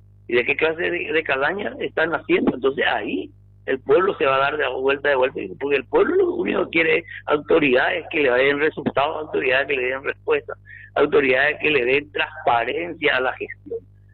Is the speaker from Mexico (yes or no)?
no; Ciudad del Este, Alto Paraná, Paraguay; Yo soy esteño, como siempre dije, yo soy colorado, soy paraguayo, y sobre todo orgullosamente esteño.